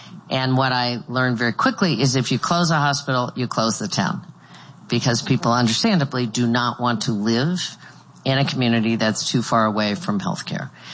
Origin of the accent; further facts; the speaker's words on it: Kansas, United States; my home state is Kansas.